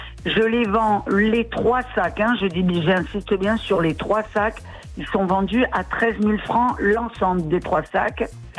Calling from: Bourail, South Province, New Caledonia; Moi, je suis sur Bourail

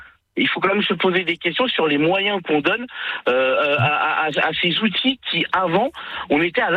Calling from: Toulouse, Occitanie, France; je suis à Toulouse.

